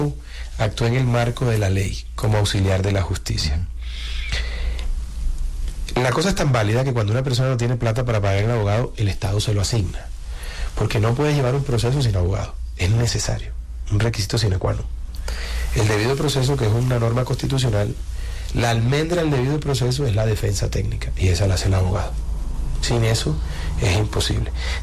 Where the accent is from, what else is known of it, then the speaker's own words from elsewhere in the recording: Barranquilla, Atlántico, Colombia; also born or lived in Bogotá; Los barranquilleros somos tan tesos que nacemos donde nos da la gana.